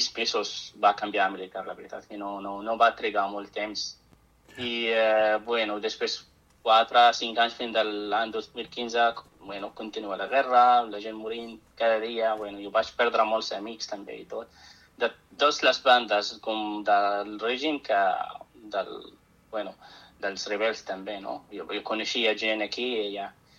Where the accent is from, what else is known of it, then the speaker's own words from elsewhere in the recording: Syria; Catalan is a second language; moved away as an adult; now in Molins de Rei, Spain; jo sóc originalment de Síria, però fa 9 anys que visc aquí en Catalunya, en Molins de Rei exactament. I sí, jo vivia en Síria, bueno, tota la meva vida, fins al 24, 23